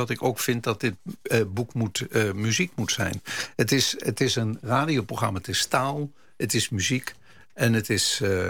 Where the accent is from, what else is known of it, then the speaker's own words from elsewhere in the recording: North Brabant, Netherlands; En ik kom inderdaad uit Brabant.